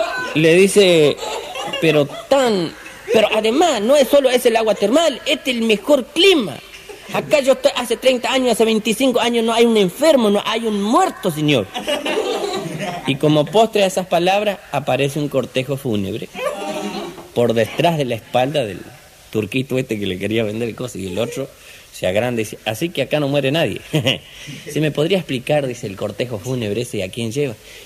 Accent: Chaco, Argentina

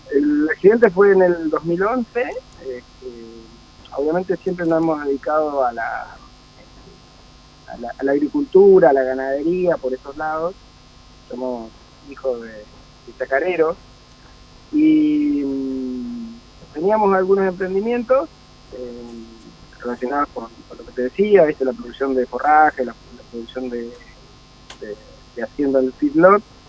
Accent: Ingeniero Huergo, Río Negro, Argentina

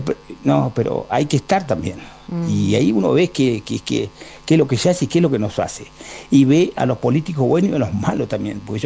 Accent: Argentina; como buen argentino, como buen paisano

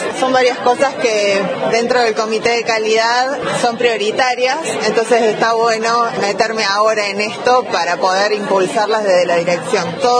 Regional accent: Córdoba, Argentina; moved away as an adult; now in Esquel, Argentina; Yo soy de Córdoba, hace 15 años que vivo acá en Esquel.

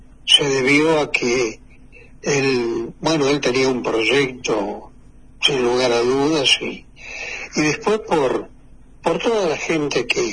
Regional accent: Curuzú Cuatiá, Corrientes, Argentina; born there; Yo recién venía saliendo del servicio militar y me llegué a mi pueblo.

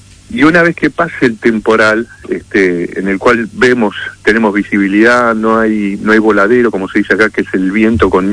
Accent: Santa Cruz, Argentina

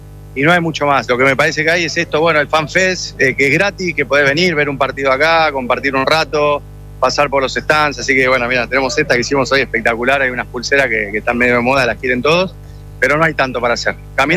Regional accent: Buenos Aires, Argentina; vengo de Buenos Aires. Somos de Buenos Aires.

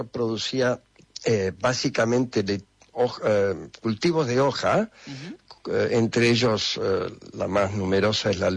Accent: Argentina; born there; No, yo nací aquí.

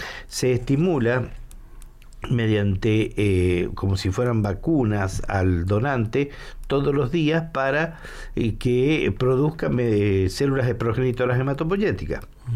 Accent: Argentina

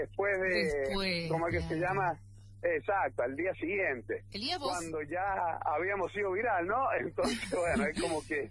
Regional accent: San Juan, Argentina; Los únicos que conocemos somos los de San Juan

